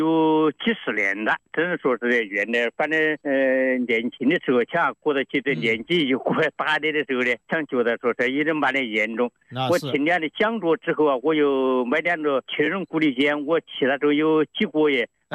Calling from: Jingmen, Hubei, China; 我是金门的

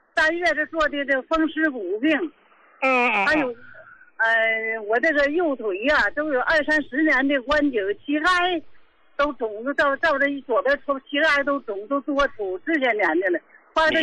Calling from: Qingdao, Shandong, China; 我是青岛的。

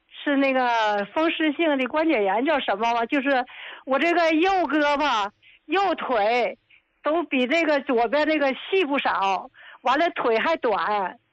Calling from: Qinhuangdao, Hebei, China; 我是秦皇岛的。

